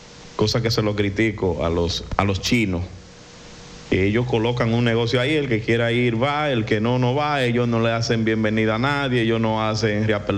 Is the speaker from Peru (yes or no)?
no; Dominican Republic